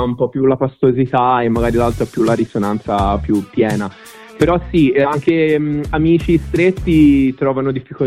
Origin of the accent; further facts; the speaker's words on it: Livorno, Tuscany, Italy; born there; No, io sono nato a Livorno